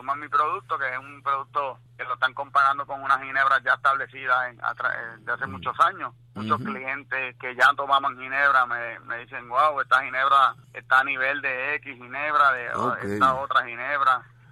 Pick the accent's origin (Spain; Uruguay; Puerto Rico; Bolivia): Puerto Rico; Naranjito; Pues nosotros somos de Naranjito, natural Naranjito, la historia del nombre de Palma sale de Naranjito de mi papá.